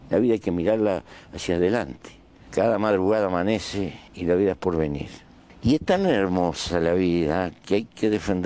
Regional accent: Uruguay

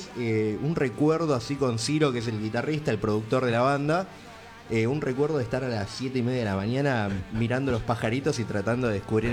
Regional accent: San Miguel, Buenos Aires Province, Argentina; somos de San Miguel, de zona norte-oeste.

